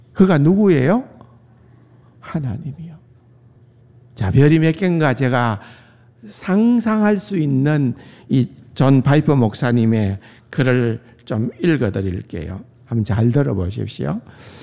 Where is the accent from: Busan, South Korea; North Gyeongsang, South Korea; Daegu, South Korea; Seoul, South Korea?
North Gyeongsang, South Korea; Gyeongju; also born or lived in Denver, United States; now in Changwon, South Korea; 대대로 내려왔던 이 땅에 고대 도시에 이름난 경주가 제 고향입니다.